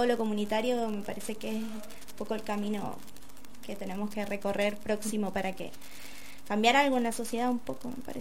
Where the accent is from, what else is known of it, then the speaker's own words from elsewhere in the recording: Buenos Aires, Argentina; now in Mendoza, Argentina; yo soy otra madre. Otra madre porteña también